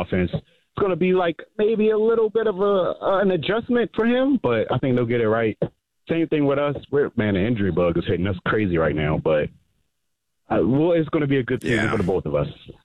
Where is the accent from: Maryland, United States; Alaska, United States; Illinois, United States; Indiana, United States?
Maryland, United States; Baltimore; I've been living in Baltimore my whole life.